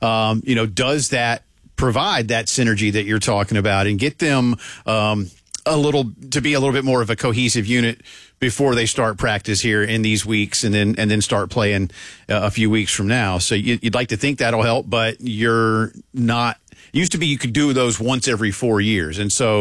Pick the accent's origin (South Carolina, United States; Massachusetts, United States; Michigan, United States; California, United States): South Carolina, United States; Columbia; Y'all, I grew up in Columbia, South Carolina.